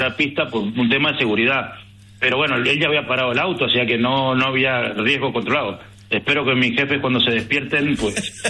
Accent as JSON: {"language": "Spanish", "country": "Argentina", "said": "Como argentino, yo creo que es nuestro mejor embajador."}